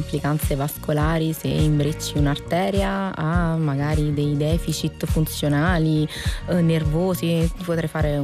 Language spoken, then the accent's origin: Italian; Switzerland; io sono svizzera